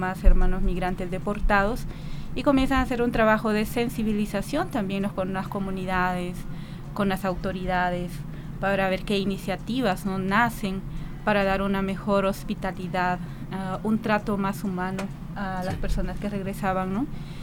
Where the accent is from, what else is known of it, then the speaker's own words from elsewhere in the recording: Guajiquiro, La Paz, Honduras; moved away as an adult; also born or lived in Brazil / Italy; Yo soy de una comunidad, de una aldea que se llama Guanacaste, en Guajiquiro, en el departamento de La Paz, así que soy hondureña.